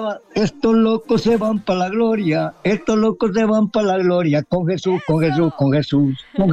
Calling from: Juticalpa, Olancho, Honduras; yo vivo lejos. Vivo aquí en Juticalpa. Lástima que yo no nací allá en Tegucigalpa

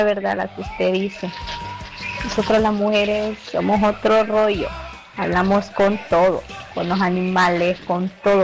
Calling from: La Paz, Honduras; Desde la ciudad de La Paz … haciendo las tortillitas y el almuerzo.

